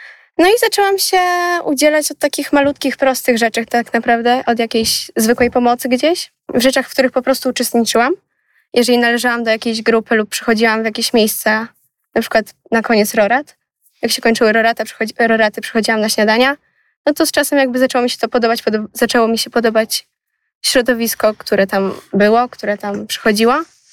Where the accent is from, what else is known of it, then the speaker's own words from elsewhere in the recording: Warsaw, Masovian Voivodeship, Poland; mieszkam od urodzenia tutaj na osiedlu, więc do parafii również uczęszczam od zawsze w sumie.